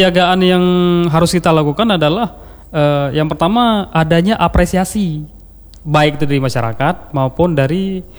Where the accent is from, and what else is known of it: Aceh, Indonesia